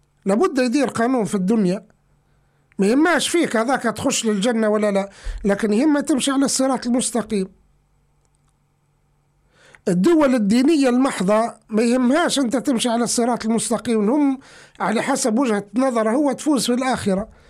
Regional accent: Libya; حتى أنا ليبي عايش في ليبيا

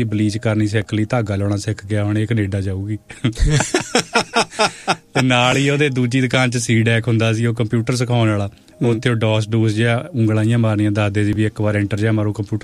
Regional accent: Narangwal, Punjab, India; born or raised there

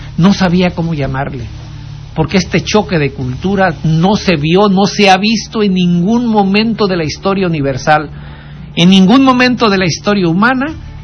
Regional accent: Mexico; Sí, nosotros somos una creación española con sangre indígena de diferentes regiones de México que no tiene que ver con los aztecas.

